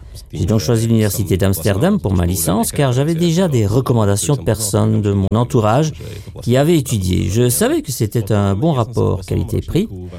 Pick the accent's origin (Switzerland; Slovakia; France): Slovakia; Bratislava, Bratislava Region; je suis né à Bratislava, j'y ai vécu quasiment toute ma petite enfance.